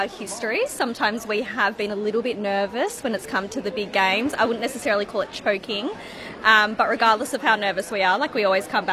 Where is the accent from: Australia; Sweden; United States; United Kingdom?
Australia; Fremantle, Western Australia; I grew up in Fremantle. I was born into a Fremantle family.